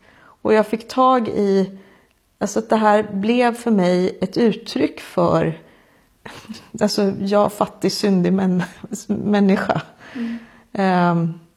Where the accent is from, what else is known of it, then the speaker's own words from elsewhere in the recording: Sweden; det är väl kanske där som min svenska naivitet ligger, att som svensk så har man gärna velat tänka att nej, men jag ser inte hudfärg